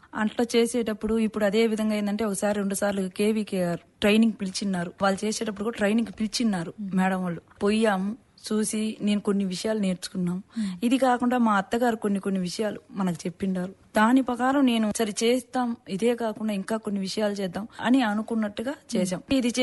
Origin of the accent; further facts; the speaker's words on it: Nellore district, Andhra Pradesh, India; మా ఊరు వచ్చి రేగడిజలిగా నెల్లూరు డిస్టిక్.